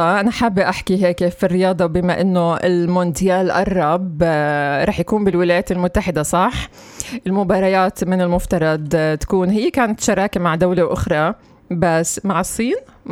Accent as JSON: {"language": "Arabic", "country": "Palestine", "said": "لأن إحنا فلسطينيين وقريبين على الأشقاء بالأردن"}